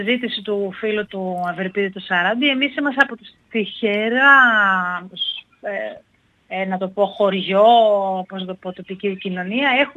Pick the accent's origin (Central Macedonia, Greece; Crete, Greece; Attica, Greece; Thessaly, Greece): Central Macedonia, Greece; now in Stagarades, Greece; εγώ είμαι από τους Σταγαράδες, μεγάλωσα και έζησα πολλά χρόνια στην πόλη και συνειδητά ήρθα αφού έκανα παιδιά στους Σταγαράδες.